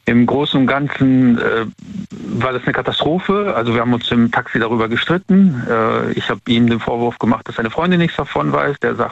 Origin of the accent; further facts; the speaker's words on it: Siegburg, North Rhine-Westphalia, Germany; Ich komme ja aus Siegburg, Bonn, die Ecke ist das ja.